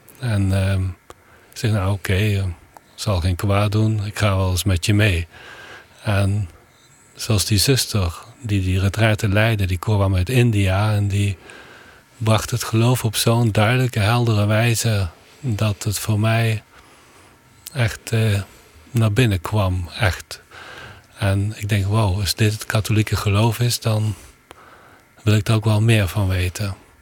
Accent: Landgraaf, Limburg, Netherlands; also born or lived in Amsterdam; ik kom uit Landgraaf. Dat ligt in de buurt van Heerlen, Kerkrade. En het is anderhalf uurtje rijden ongeveer.

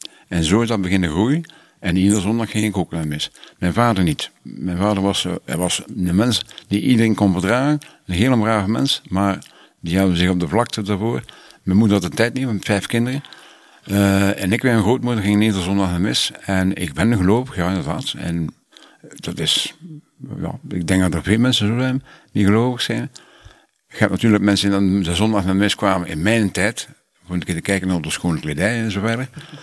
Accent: Ghent, Flanders, Belgium; born or raised there

